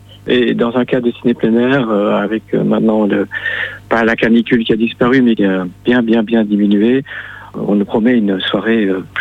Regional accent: Wallonia, Belgium; moved away; Eh bien, je suis belge moi-même. Hein. Je suis de la région liégeoise.

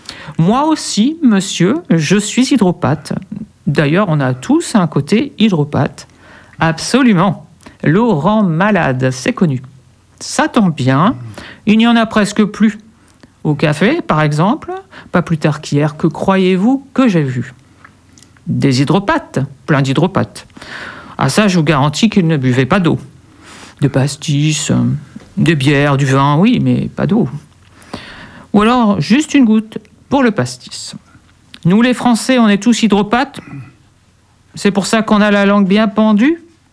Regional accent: Hauts-de-France, France; Je sais. Enfin, je suis ch'ti, attention.

